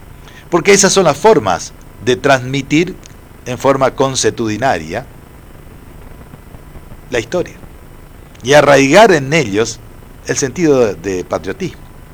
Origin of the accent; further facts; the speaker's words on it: Argentina; vamos a mostrar que somos argentinos